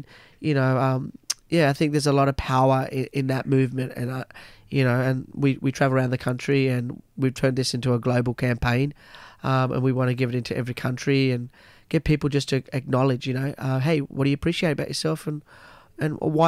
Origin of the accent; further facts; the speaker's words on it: Tasmania, Australia; this is growing up in Tasmania in the 90s, like, racism was so bad, you know, like, you know, I was one of very few black people in Tasmania as it is